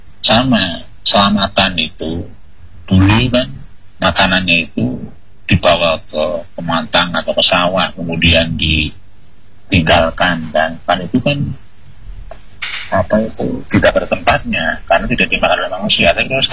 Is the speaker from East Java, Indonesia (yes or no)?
yes; East Java, Indonesia; khususnya di kampung halaman kami di Pulau Jawa sana, Barat sana, di Jawa Timur, itu bentuk syukur ya